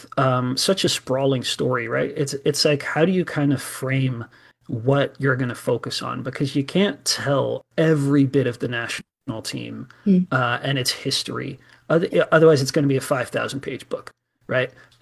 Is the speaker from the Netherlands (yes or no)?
yes; Netherlands; my country, I was born in the Netherlands, was in the World Cup final.